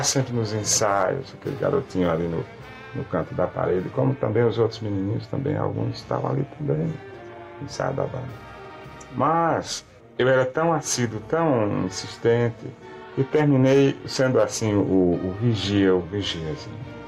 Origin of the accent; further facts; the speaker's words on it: Flores, Pernambuco, Brazil; moved away; Flores, Sertão, perto de Sertalhada, onde eu nasci. A cidade onde eu cresci, quando eu estudei, foi de onde saí, fugi de tudo.